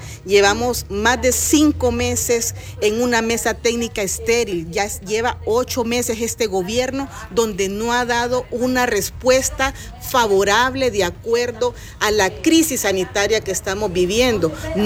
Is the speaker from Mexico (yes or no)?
no; Honduras; como pueblo hondureño que somos